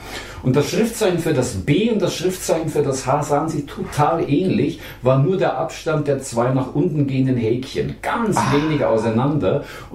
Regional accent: Kaltenberg, Bavaria, Germany; Ich bin in Kaltenberg aufgewachsen, in Kaltenberg, das Ritterturnier, es war schwer.

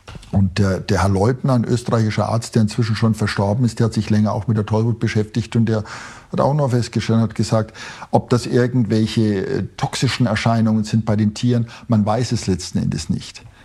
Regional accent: West Germany, Germany; Ich bin ja im Westen zwar aufgewachsen

